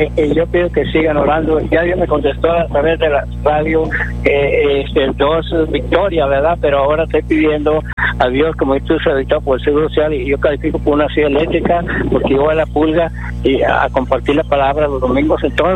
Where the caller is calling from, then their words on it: Brownsville, Texas, United States; Ahorita de Brownsville, Texas.